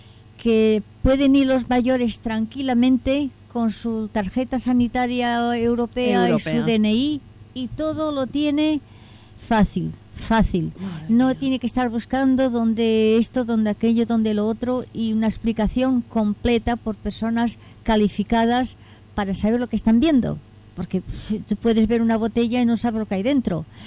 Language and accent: Spanish; Lisbon, Portugal; Los gelatos los recuerdo de mi tiempo de niña en Lisboa